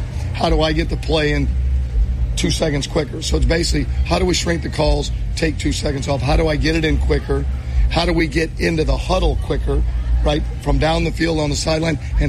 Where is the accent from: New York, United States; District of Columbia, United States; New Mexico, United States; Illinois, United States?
Illinois, United States; I grew up outside of Chicago, and all my family, my wife's family's from there, my family being from there, that's pretty cool.